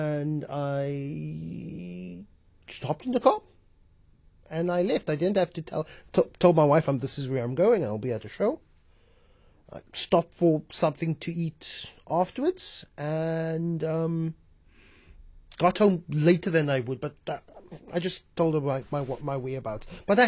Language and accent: English; South Africa; as a South African man.